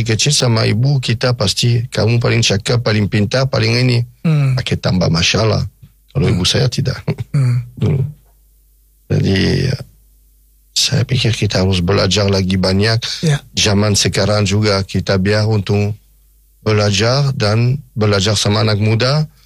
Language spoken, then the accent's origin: Indonesian; Nouvelle-Aquitaine, France; moved away; ada 17 kilo dari kampung saya, kok, dari kampung. Saya bilang kampung. Sekarang bukan kampung lagi, dulu kampung